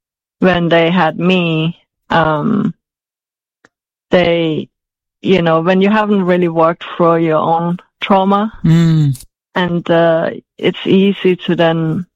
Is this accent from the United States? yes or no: no; Denmark; moved away as an adult; also born or lived in England; And then I grew up in Denmark, spent all my childhood and youth in Denmark. And then when I was 27, I moved to England on my own.